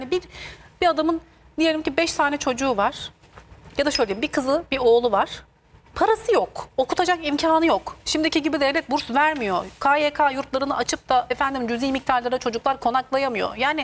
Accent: Tokat, Turkey; Ben her zaman örnek veririm memleketim Tokat'ın halayında bile kadınlar erkeklerin omuzlarına çıkarak halay çekiyor.

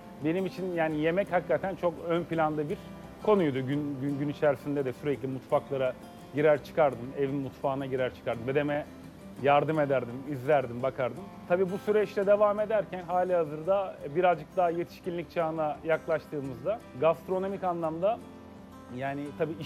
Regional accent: Istanbul, Turkey; born there; 1990 doğumluyum. İstanbul doğumluyum.

